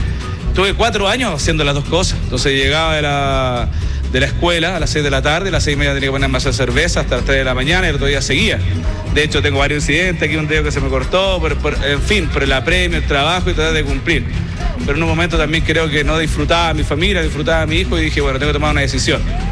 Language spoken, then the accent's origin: Spanish; San Esteban, Valparaíso, Chile; Nosotros somos de Campo de Humá, sector bajo de la comuna de San Esteban, de ahí en mi familia, gente de trabajo, de la tierra, ¿no?